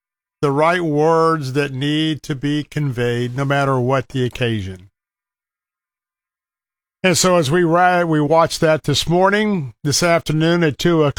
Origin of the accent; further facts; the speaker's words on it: Tampa, Florida, United States; as we're broadcasting from our studios here in Tampa. This happens to be my hometown